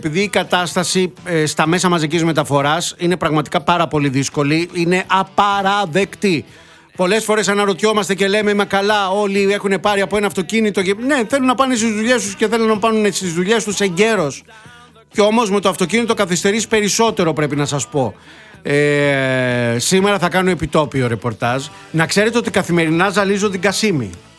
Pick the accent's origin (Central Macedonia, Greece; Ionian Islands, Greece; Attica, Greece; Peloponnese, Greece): Peloponnese, Greece; άλλοι τόσοι χρειαζόμαστε για να φτάσουμε από τη Σπάρτη στα μέρη μας. Στους Μολάους, στη Μονεβασιά